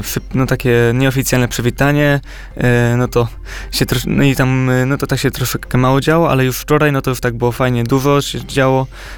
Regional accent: Lesser Poland, Poland; Ja ogółem jestem z Małopolski

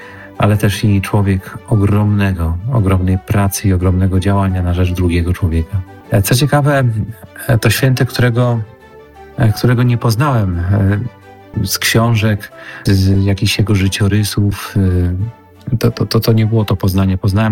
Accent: Wołomin, Masovian Voivodeship, Poland; Pochodzę z Wołomina, podwarszawskiego Wołomina, z parafii prowadzonej przez księży orionistów i jako dziecko właściwie nie zastanawiałem się nad tym, kim są oni, kim są orioniści, czy siostry orionistki.

